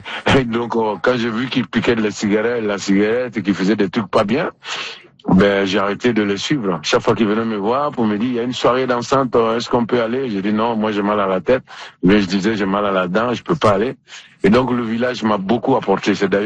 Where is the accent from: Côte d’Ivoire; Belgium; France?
Côte d’Ivoire; Les gens m'ont demandé d'où je viens, j'ai dit Côte d'Ivoire